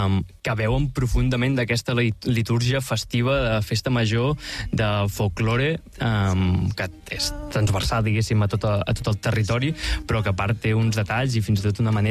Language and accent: Catalan; Mataró, Catalonia, Spain; Jo vinc de Mataró.